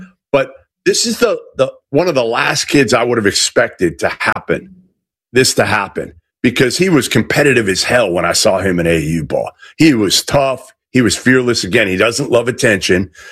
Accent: Massachusetts, United States; I'm from Massachusetts, so I had seen AJ since he was a sophomore in high school a bunch.

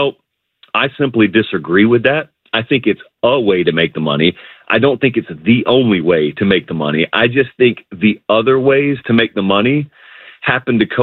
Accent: the South, United States; I grew up in the South and we would have them come through fields occasionally and just decimate crops.

